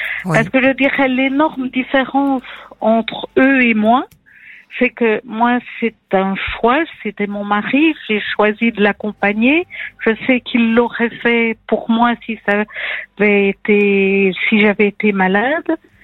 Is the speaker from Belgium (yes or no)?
yes; Belgium